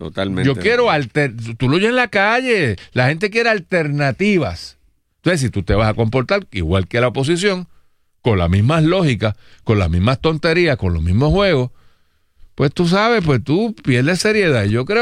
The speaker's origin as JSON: {"language": "Spanish", "country": "Puerto Rico", "said": "nosotros analizamos el mundo desde el ombligo del planeta, que es Puerto Rico."}